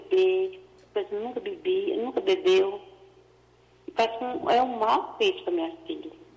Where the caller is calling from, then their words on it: Minas Gerais, Brazil; Eu falo aqui de Minas Gerais.